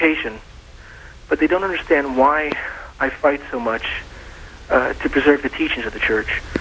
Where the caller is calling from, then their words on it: Florida, United States; I'm from Florida